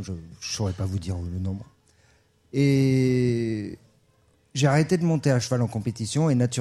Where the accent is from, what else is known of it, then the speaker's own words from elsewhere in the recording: Blaye, Nouvelle-Aquitaine, France; Je suis natif de Blaye